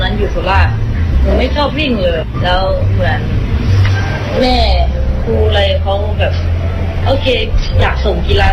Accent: Trang, Thailand; also born or lived in Surat Thani; หนูเกิดที่นี่แต่ไปโตอยู่ที่สุราษฎร์ตอนตั้งแต่อนุบาลจนถึงป.4ค่ะหนูอยู่สุราษฎร์เพราะว่าพ่อแม่ไปทำงานที่โน

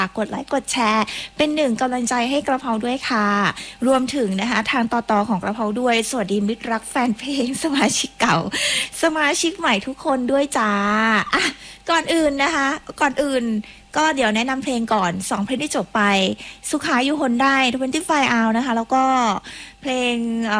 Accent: Southern Thailand, Thailand; ถึงแม้ว่าเราจะไม่ได้เป็นเด็กกรุงเทพนะคะเราไม่ใช่คนกรุงเทพนะเราเป็นคนใต้เทสใต้สายใต้

